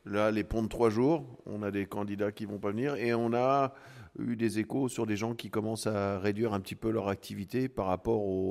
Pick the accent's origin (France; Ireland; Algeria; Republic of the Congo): France; Centre-Val de Loire; Je suis d'Eure-et-Loire, donc j'ai pris la départementale d'Eure-et-Loire